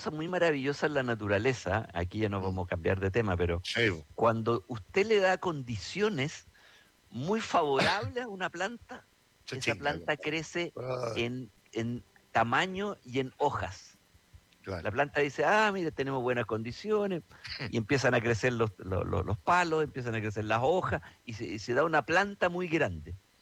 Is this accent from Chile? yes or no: yes; Chile; con mucho orgullo como chileno